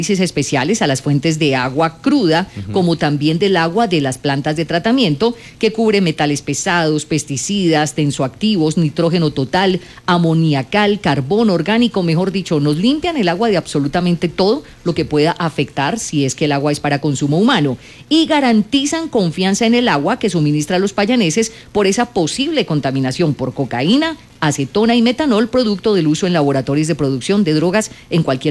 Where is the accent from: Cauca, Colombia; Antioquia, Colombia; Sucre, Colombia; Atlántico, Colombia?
Cauca, Colombia; Popayán; Y si yo soy de Popayán, pues obviamente que me voy a preocupar.